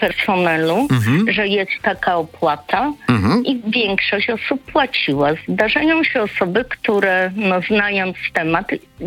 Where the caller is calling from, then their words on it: Zakopane, Lesser Poland, Poland; mieszkam w Zakopanem.